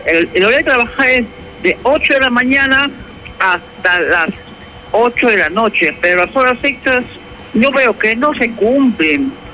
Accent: Peru; born there; ¿por qué nací en Perú?

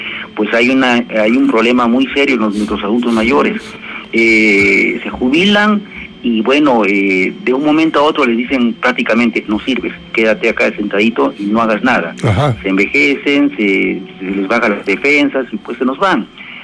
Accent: Arequipa, Peru; Somos muy regionalistas, a veces se admiran cuando dicen ¿por qué los arequipeños tanto aman a su tierra?

